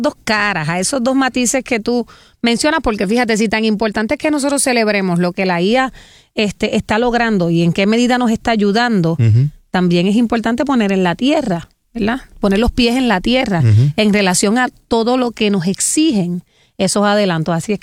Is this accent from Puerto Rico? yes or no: yes; Santa Isabel, Puerto Rico; somos de Isabel todo, ¿verdad?